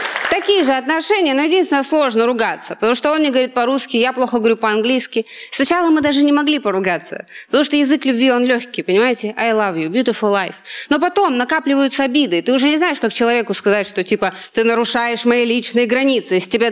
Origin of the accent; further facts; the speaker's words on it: Kamchatka Krai, Russia; Я родом с Камчатки.